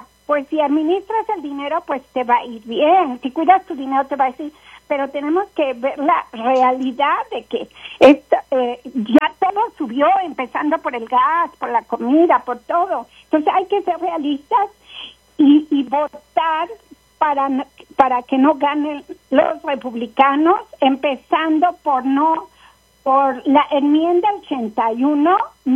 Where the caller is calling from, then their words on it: Colorado, United States; aquí a Colorado